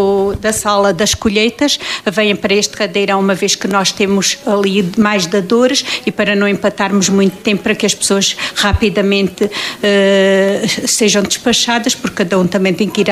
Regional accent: Portalegre, Alentejo, Portugal; Eu, como alentejana, estou muito revoltada com o programa da Polis

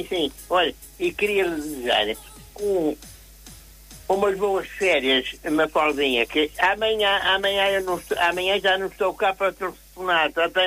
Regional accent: Viana do Castelo, Norte, Portugal; now in Barcelos, Portugal; Viana do Castelo, que não é tudo Portugal, e então ele não aceita, eu tenho que ir para a minha terra

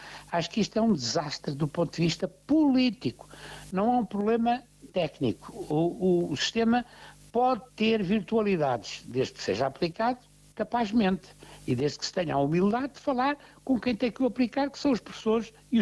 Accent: Portugal; Nós somos todos gente que quer o Estado de Todo, somos nós portugueses, somos os descendentes de Afonso de Albuquerque

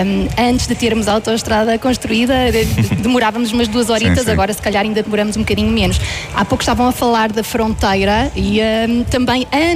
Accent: Viseu, Portugal; Sou de Viseu

